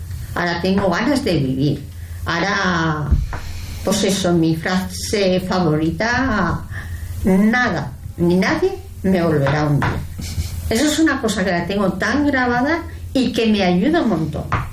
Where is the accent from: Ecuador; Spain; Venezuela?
Spain; Andorra, Aragon; De hecho, la gente vivo aquí, pero soy de Andorra, Teruel, y de vez en cuando pues voy a ver a mi madre, a mi familia.